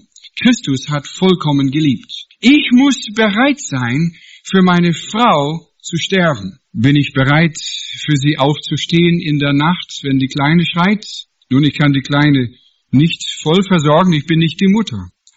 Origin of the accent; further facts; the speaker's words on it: Washington, United States; German is a second language; Ich komme ja aus dem Wilden Westen in den Vereinigten Staaten, von einem Indianerreservat. Meine Eltern wohnen noch heute auf einem Indianerreservat in dem Bundesstaat Washington.